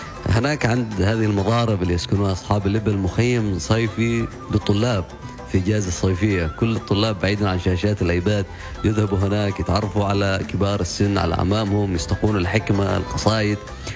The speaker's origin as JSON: {"language": "Arabic", "region": "Dhofar", "country": "Oman", "second_language": "Arabic"}